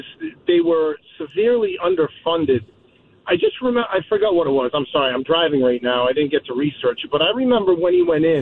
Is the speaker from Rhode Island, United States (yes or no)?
yes; East Providence, Rhode Island, United States; now in Charlestown, United States; I'm from East Providence. I live in Charlestown now.